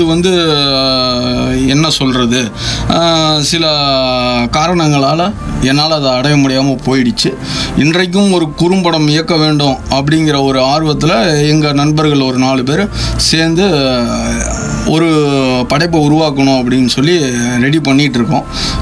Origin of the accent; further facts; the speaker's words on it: Salem, Tamil Nadu, India; என்னோட ஊர் வந்து சின்ன கொல்லப்பட்டி, அடிவாரம் ஏற்காடு செல்லும் வழியில் நான் பிறந்து வளர்ந்தேன். இப்போ நான் இருக்கிறது பார்த்திங்கன்னா திருநகர் மத்திய சிறைச்சாலை இருக்கு இல்லைங்களா, அதுக்கு எதிர்ப்புறம் உள்ள ஒரு வீதியில் ஒரு 17 வருடங்களாக வசித்து வருகிறேன்.